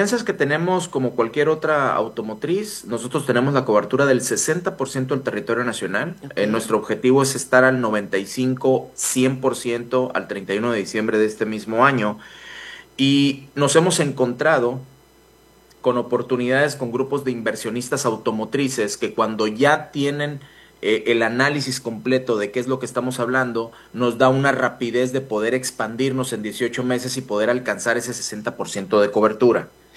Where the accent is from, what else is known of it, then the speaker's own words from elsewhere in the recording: Mexico; Entonces, si hablamos de marcas de donde nosotros salimos, nuestras universidades como ingenieros mexicanos van en conjunto con estas marcas